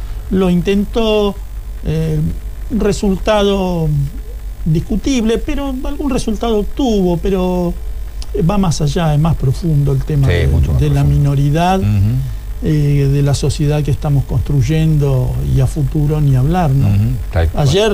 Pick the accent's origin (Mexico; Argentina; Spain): Argentina